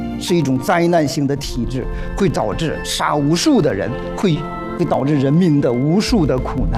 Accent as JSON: {"language": "Chinese", "country": "China", "said": "那么我们中国人是怎么个逻辑呢？"}